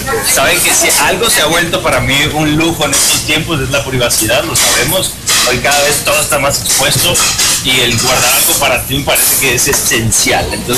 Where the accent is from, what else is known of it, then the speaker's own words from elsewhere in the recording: Venezuela; nos afecta a todos, como hermanos que somos, y ya no solo hablo como venezolanos, como seres humanos.